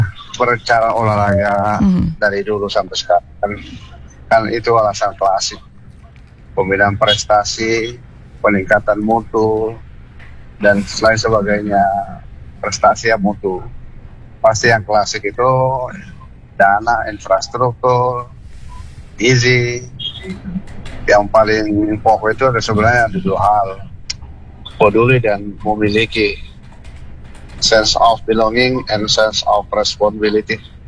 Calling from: Central Sulawesi, Indonesia; saya ini adalah orang Talise.

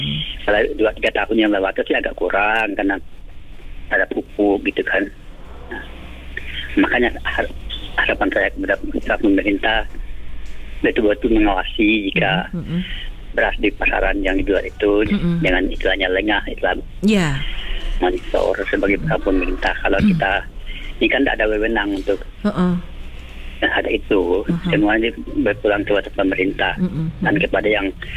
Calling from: Bonti, Sanggau, West Kalimantan, Indonesia

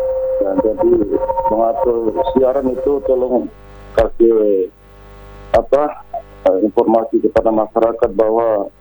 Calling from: Tidore, North Maluku, Indonesia; Orang Tidore.

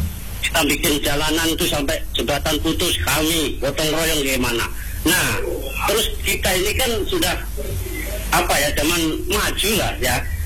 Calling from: Tarakan, North Kalimantan, Indonesia; Jadi kami sebagai warga Pantai Amal ini selalu ada keluhan.

